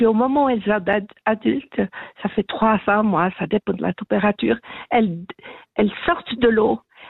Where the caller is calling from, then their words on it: Aigle, Vaud, Switzerland; J'habite à Aigle